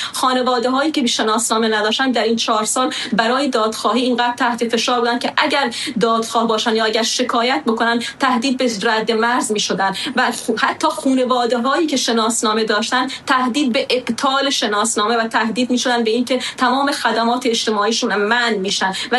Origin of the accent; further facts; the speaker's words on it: Sistan and Baluchestan, Iran; moved away as an adult; خودم به عنوان یک بلوچ 38 سال تو بلوچستان زندگی کردم، این 4 سال من احساس نکردم که در خارج از بلوچستان هستم